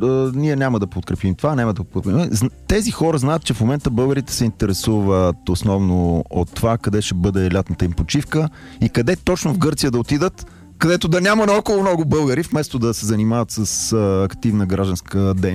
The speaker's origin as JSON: {"language": "Bulgarian", "town": "Sofia", "region": "Sofia City", "country": "Bulgaria"}